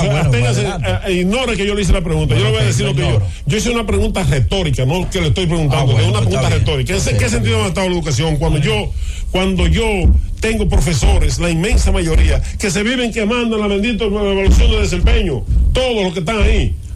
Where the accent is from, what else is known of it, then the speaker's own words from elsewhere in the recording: Dajabón, Dominican Republic; born there; en Dajabón, en mi pueblo.